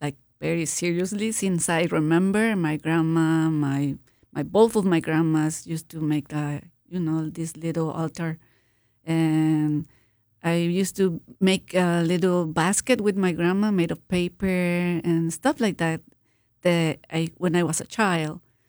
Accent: Mexico; moved away as an adult; I come from Mexico, so it's very traditional. And it's just that I miss so much my culture and my roots. I've been living here for 20 years

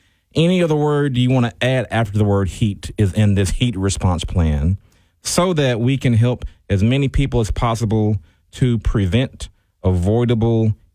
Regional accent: Texas, United States; summertime heat is just a part of being a Texan

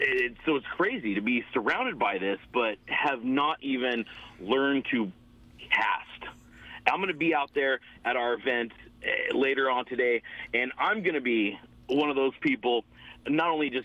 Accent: Las Vegas, Nevada, United States; born there; moved away as an adult; also born or lived in California; now in East Tennessee, United States; I say Cali made me and Vegas raised me.

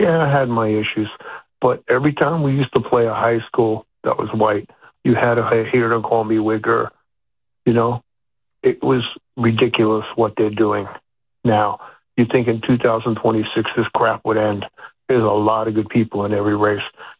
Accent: New York City, New York, United States; now in Mohegan Lake, United States; I grew up in Harlem

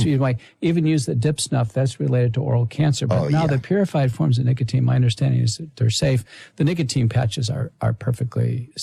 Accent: Texas, United States; I grew up in Texas, so, you know, their kids were dip snuffing.

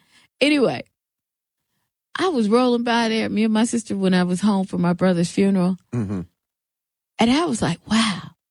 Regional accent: Seattle, Washington, United States; In my hometown in Seattle, there's a restaurant called Ezel's, and me and my sister were driving by it, and it's in the hood.

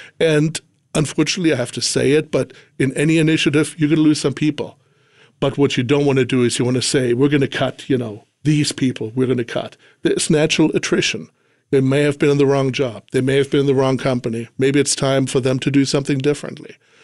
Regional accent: Germany; accent: West Texas; you probably hear that from my West Texas accent. I didn't grow up over here. I grew up in Germany. I lived there for 20 years.

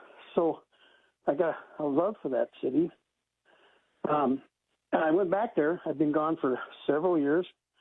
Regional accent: Boise, Idaho, United States; moved away; I'm originally from Boise, real long time ago.

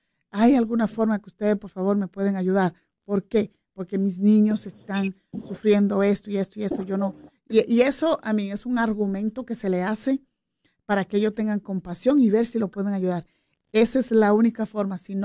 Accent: New York, United States; also born or lived in Bronx; yo me crié en Brooklyn, pero viví en el Bronx.

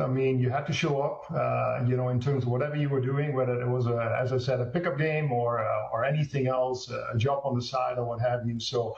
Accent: eastern Netherlands, Netherlands; moved away; I hail originally from the Netherlands, the eastern side, close to the German border.

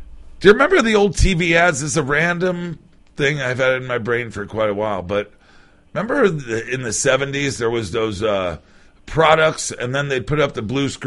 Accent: New England, United States; now in Michigan, United States; To my home country of New England.

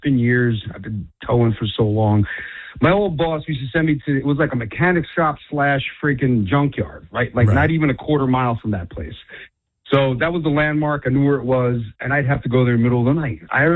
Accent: Newark, New Jersey, United States; born there; I'm a city guy. I was born in Newark.

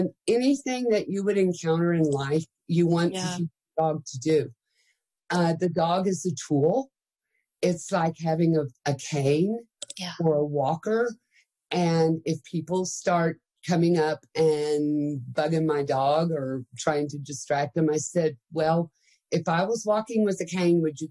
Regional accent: Texas, United States; Well, I'm a Texan. I have long legs.

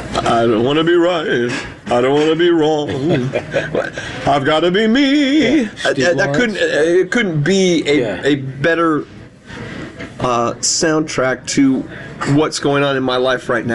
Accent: Phoenix, Arizona, United States; moved away as an adult; now in Las Vegas, United States; I'm from Phoenix, Scottsdale, Tempe area.

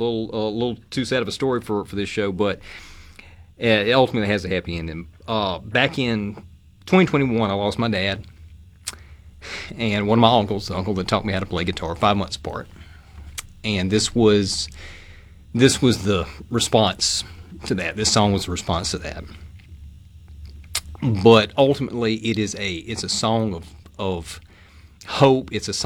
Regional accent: Mississippi, United States; I love my hometown, even though it's not really a town. It's more, you know, a collection of fields and trees and streams

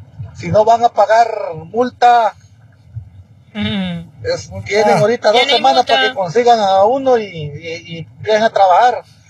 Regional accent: Oaxaca, Mexico; moved away; allá en mi lindo Oaxaca, en mi pueblo

